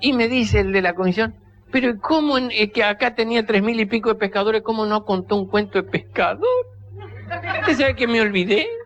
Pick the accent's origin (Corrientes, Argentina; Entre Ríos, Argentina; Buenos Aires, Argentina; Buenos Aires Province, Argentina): Corrientes, Argentina; Y soy solo ahí. Y ahí soy bien correntino y bien argentino en el medio del río.